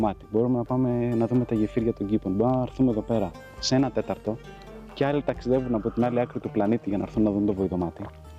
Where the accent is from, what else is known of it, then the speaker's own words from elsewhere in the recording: Athens, Attica, Greece; Όχι, δεν είχα χωριό. Μεγάλωσα στο κέντρο τη Αθήνα.